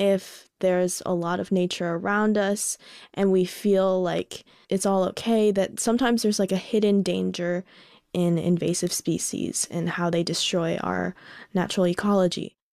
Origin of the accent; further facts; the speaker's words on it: Los Angeles, California, United States; I'm from Los Angeles, California, and I play the violin.